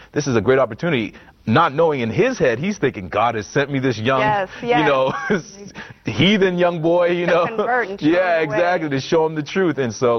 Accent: Halifax, Nova Scotia, Canada; And I got a show that was shooting in my hometown of Halifax, and it was a show about a gospel choir, again, Providence.

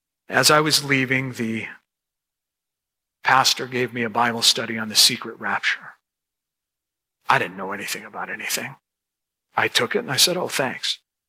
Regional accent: Chicago, Illinois, United States; moved away; I grew up in Chicago.

